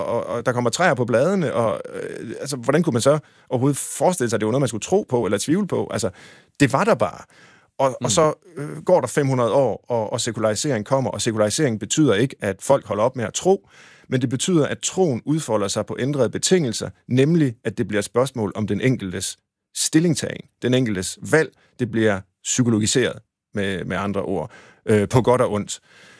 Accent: Tjøring, Central Denmark Region, Denmark; for jeg er vokset op ved Gøstrup, altså i Tjøring, men det ligger lige ved siden af, og vi legede på engen, som førte os ned til Gøstrup.

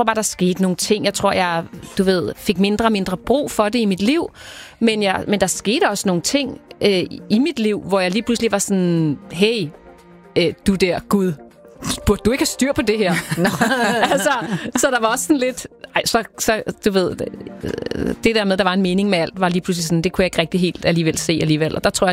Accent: Skovshoved, Capital Region of Denmark, Denmark; jeg voksede op i Skovshoved.

